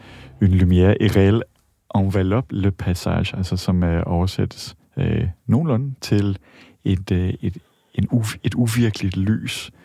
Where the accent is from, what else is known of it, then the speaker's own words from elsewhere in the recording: Sydney, New South Wales, Australia; now in Denmark; jeg voksede op i Sydney, som, hvor klimaet minder måske lidt mere om Athen eller Rom eller sådan noget.